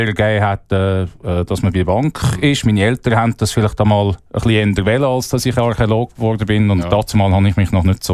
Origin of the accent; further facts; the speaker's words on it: Thun, Bern, Switzerland; Ja, eben, ich bin in Thun aufgewachsen.